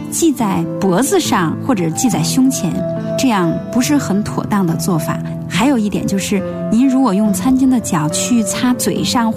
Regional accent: China

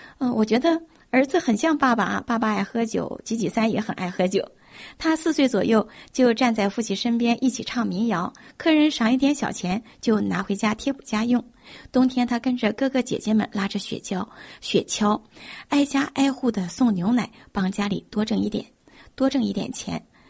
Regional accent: Dalian, Liaoning, China; 我的老家是在大连

